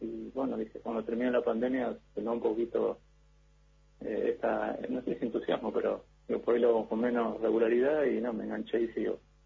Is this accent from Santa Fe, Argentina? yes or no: yes; Rosario, Santa Fe, Argentina; yo soy de Rosario, Santa Fe, uh-huh. y vine de vacaciones a Puerto Madryn